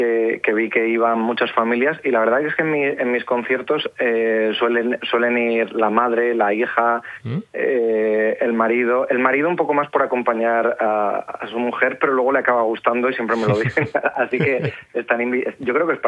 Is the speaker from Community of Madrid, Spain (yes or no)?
no; León, Castile and León, Spain; soy de León